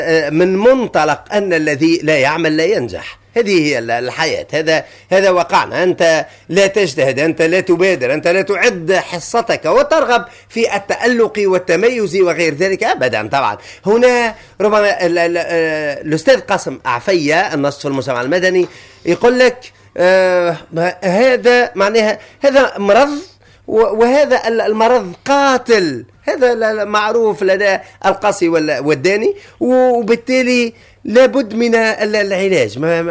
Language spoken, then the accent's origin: Arabic; Tunisia; نحن عندنا في تونس